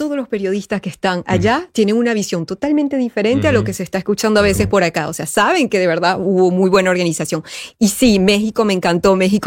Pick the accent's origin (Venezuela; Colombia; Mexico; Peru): Venezuela; Y eso que yo soy venezolana, me gustaría que lo abrieran más para que entremos.